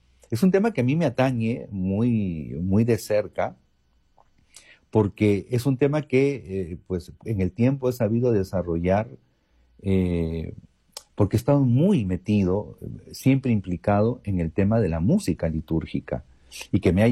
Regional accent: Peru; ¿De dónde soy? Soy de Perú.

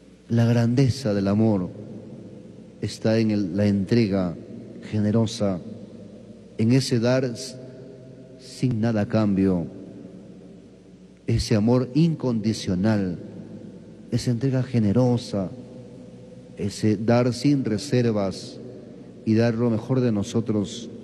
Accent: Peru; como peruanos, como católicos, como cristianos que estamos unidos al Santo Padre

